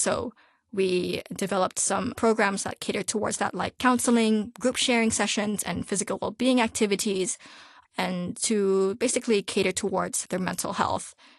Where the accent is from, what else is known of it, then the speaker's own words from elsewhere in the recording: Hong Kong; as a Filipino, I do feel that in a sense, I am quite privileged in the way that I'm able to adapt to the Hong Kong culture because I was raised in it. I know Chinese and I have family living here with me. I don't depend on a work visa